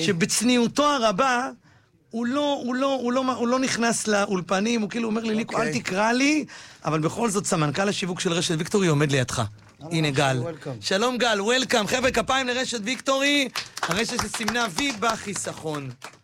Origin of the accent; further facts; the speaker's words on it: Bat Yam, Tel Aviv District, Israel; גם אני גדלתי בבת ים.